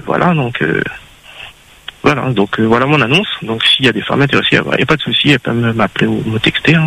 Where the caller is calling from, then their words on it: Saint-Paul, Réunion; j'ai 43 ans, je suis de Saint-Paul.